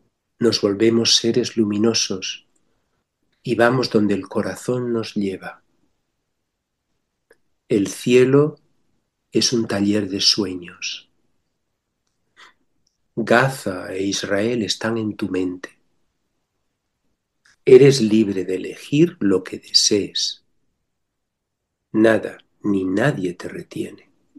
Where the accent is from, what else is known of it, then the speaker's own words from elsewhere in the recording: Extremadura, Spain; Soy extremeño profundo, pero no se nota.